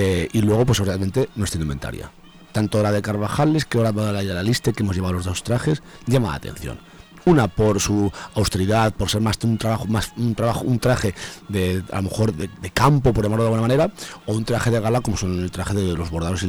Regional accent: Torrefrades, Castile and León, Spain; born there; Mi pueblo.

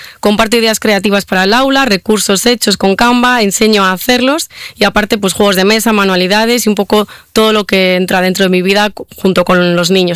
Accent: Valladolid, Castile and León, Spain; Soy de Valladolid

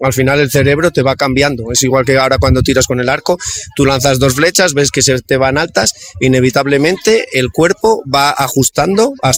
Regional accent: Cantabria, Spain; Y yo, que por ejemplo somos de Cantabria

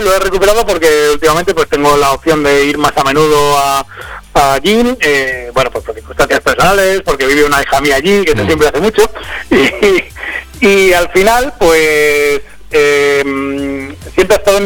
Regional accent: Granollers, Catalonia, Spain; born there; moved away as an adult; now in Palencia, Spain; Yo nací en Granollers, con 23 años me vine a Palencia, llevo más tiempo aquí en Palencia, me considero palentino y plenamente integrado.

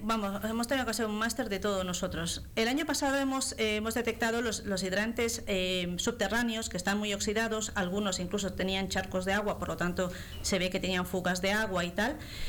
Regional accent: Marugán, Castile and León, Spain; porque en mi pueblo es verdad que muchas administraciones, incluso Diputación, incluso la Junta, me han llegado a decir que, bueno, Marugán es un pueblo pequeño y a lo mejor el presupuesto pues no es el mismo, no.

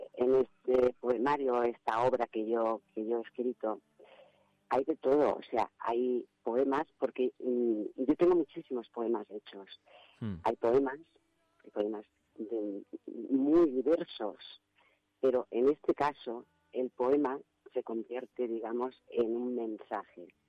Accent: Barcelona, Catalonia, Spain; Lo mismo vivía en Girona como vivía, porque nosotros somos de Barcelona, de Cataluña.

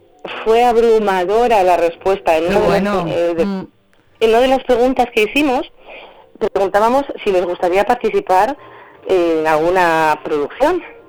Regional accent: Zamora, Castile and León, Spain; also born or lived in Madrid; como zamorana, tener la posibilidad de tener un festival en mi casa, en mi tierra, en mi ciudad

